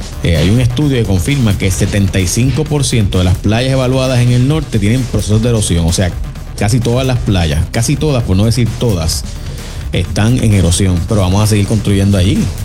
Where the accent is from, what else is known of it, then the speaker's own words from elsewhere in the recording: San Lorenzo, Puerto Rico; Coffee, yo soy de San Lorenzo, sí, yo quiero coffee, seguro.